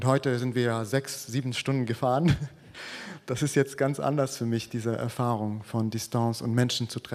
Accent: Byblos, Keserwan-Jbeil, Lebanon; Ich bin, ich bin im Libanon aufgewachsen und da war unser Radius, also unser Bewegungsradius sehr, sehr klein. Es ist ein kleines Land, aber unser Radius war noch kleiner als das Land. Und in Byblos oder Jbeil bin ich geboren, das ist eine Stadt am Mittelmeer.

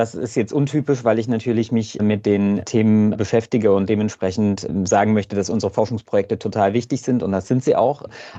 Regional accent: Saxony-Anhalt, Germany; Ich komme aus Sachsen-Anhalt, dementsprechend kenne ich die Lage ein bisschen

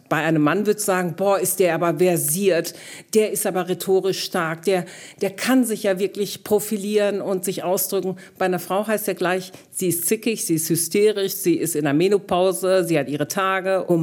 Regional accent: North Rhine-Westphalia, Germany; now in Black Forest, Germany; Als migrantische Frau mit doppeltem Migrationshintergrund, sage ich immer, ich bin ja Ostwestfälin und offensichtlich auch keine Schwarzwälderin, sondern ich habe türkische Wurzeln

